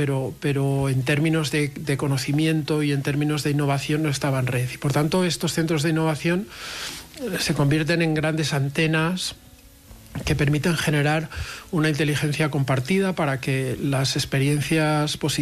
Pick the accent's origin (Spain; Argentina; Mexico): Spain; Pyrenees; Pues Jaca siempre ha sido, yo que soy del Pirineo también, ¿verdad?